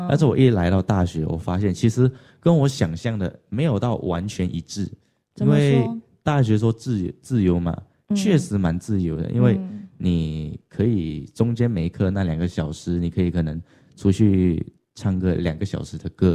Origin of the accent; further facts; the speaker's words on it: Malaysia; moved away as an adult; now in Taiwan; 像我是马来西亚人嘛，我现在来到台湾读书